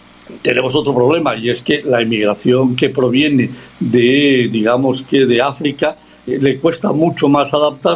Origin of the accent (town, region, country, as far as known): Spain